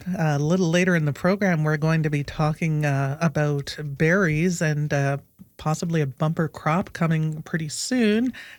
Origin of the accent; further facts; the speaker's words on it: Nova Scotia, Canada; But growing up in Nova Scotia in a rural area, I would go picking.